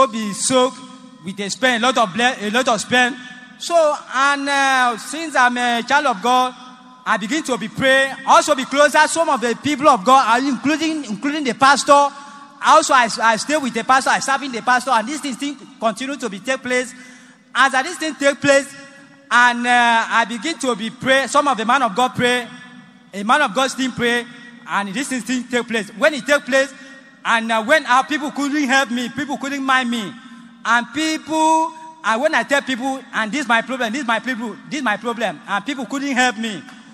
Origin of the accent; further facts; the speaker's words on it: Akwa Ibom, Nigeria; I'm from Akwa Ibom.